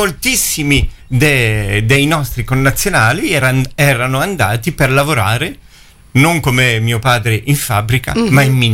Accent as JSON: {"language": "Italian", "country": "France", "tie": "born or raised there", "said": "Io sono nato in Francia, però proprio sulla frontiera, proprio sulla frontiera."}